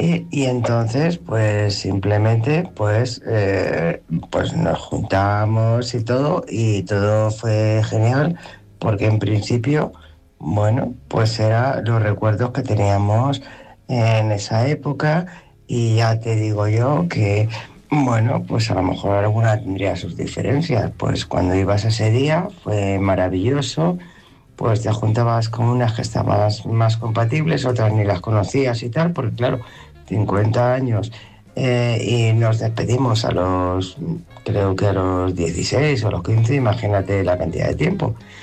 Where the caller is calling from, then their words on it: Madrid, Community of Madrid, Spain; de Madrid